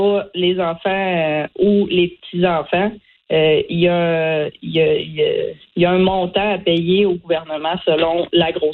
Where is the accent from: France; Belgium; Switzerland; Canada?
Canada; Quebec; Dans le fond, j'ai grandi au Québec, mais je suis allée faire deux étés pour apprendre l'anglais en Atlantique.